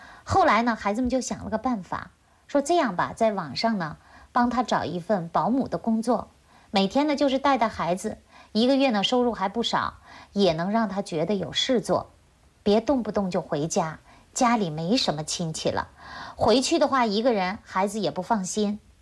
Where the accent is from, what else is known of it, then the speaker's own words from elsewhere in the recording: China; 这就是我们中国人啊，尤其是50岁以上的啊，非常吃苦，也注重诚信